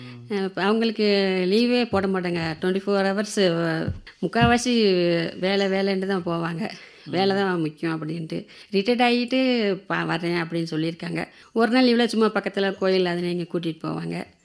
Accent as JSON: {"language": "Tamil", "area": "a village in Virudhunagar district", "region": "Tamil Nadu", "country": "India", "tie": "born there", "lives_now": "Sulakkarai, Virudhunagar, India", "said": "நான் வந்து பிறந்தது வந்து விருதுநகர் மாவட்டம் குளூர் சிந்தை என்ற கிராமத்தில் பிறந்தேன். என்னை மேரேஜ் பண்ணி இப்போ விருதுநகர் மாவட்டம் சூளக்கரையில் தான் நாங்கள் செட்டில் ஆகிட்டோம்."}